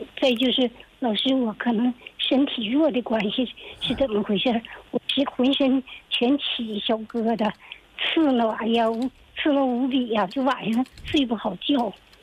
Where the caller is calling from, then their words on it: Changchun, Jilin, China; 长春的，吉林省长春市的